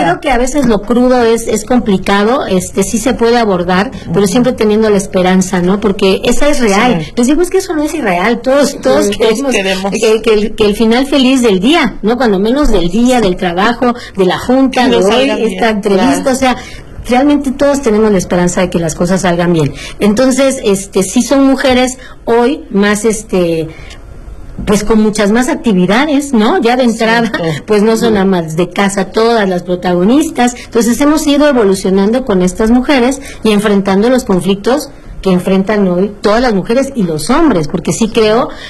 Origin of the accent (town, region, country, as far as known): Campeche, Mexico; now in Mexico City, Mexico